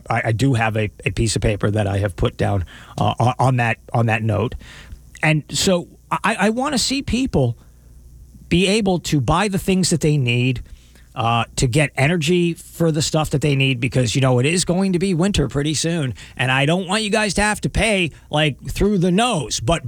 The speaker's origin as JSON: {"language": "English", "country": "United States", "said": "I happen to like being an American."}